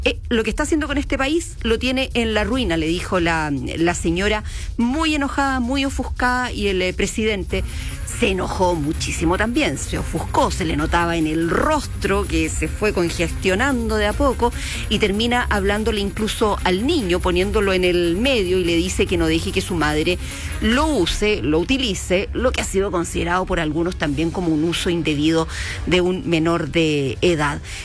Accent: Chile; como humanos que somos, como chilenos que somos

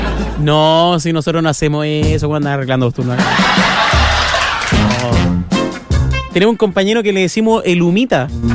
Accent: Chile; somos creativos los chilenos.

